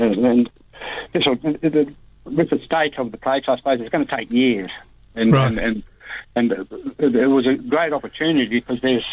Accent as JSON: {"language": "English", "town": "Bunbury", "region": "Western Australia", "country": "Australia", "tie": "born or raised there", "said": "and he came to Bunbury, and I was born in Bunbury on Wardandi country, so I was brought up on Wardandi country."}